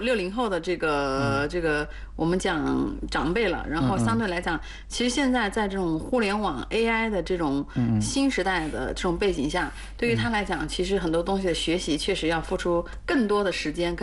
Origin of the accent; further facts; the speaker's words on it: Qianshan, Anhui, China; moved away; also born or lived in Shenzhen; 我就带着小孩想回来，就是休息一段时间，回到我的老家安庆潜山